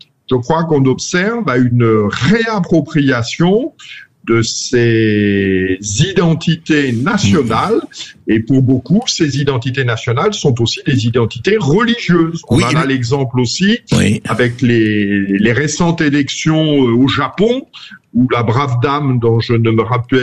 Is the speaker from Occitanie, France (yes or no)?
no; Rennes, Brittany, France; je suis de Rennes